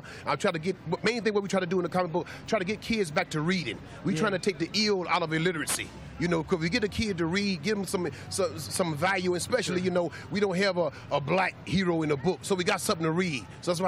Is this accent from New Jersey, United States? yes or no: no; Illinois, United States; the church here is 4021 South State, and I grew up in the Project 4022.